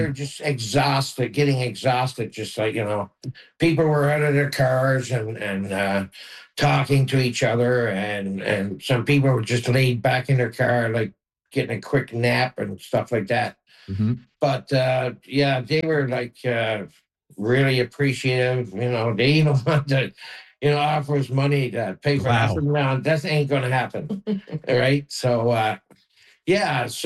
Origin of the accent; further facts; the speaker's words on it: Newfoundland and Labrador, Canada; moved away; also born or lived in Ontario; Well, I think it's, you know, in our nature, I think, just being a Newfoundlander.